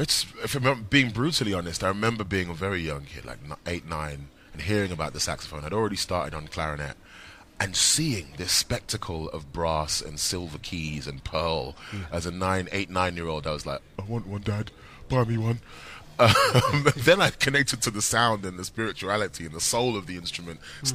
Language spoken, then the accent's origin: English; Birmingham, West Midlands, United Kingdom; also born or lived in London; Born and raised in London, moved to Birmingham when I was very young, and most of my upbringing, the musical growth has happened whilst I've lived in Birmingham.